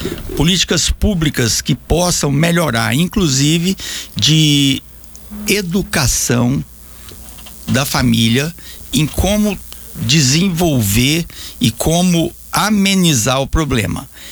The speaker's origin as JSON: {"language": "Portuguese", "town": "Goiânia", "region": "Goiás", "country": "Brazil", "tie": "born there", "moved": "yes", "lives_now": "Anápolis, Brazil", "said": "Nasci em Goiânia, mas acho que sou mais anapolino do que um bocado de anapolino."}